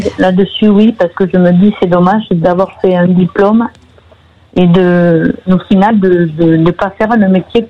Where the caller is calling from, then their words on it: Carcassonne, Occitanie, France; De Carcassonne.